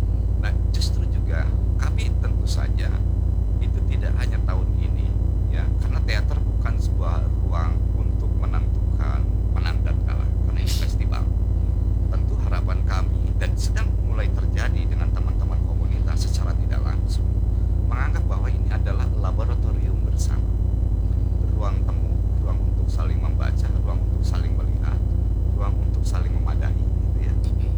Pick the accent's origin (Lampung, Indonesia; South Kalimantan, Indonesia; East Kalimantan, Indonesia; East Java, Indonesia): South Kalimantan, Indonesia; Mau seperti apapun, mau kemana pun, mau modern, mau kontemporer, tetapi harus ingat, kita itu adalah Banjar.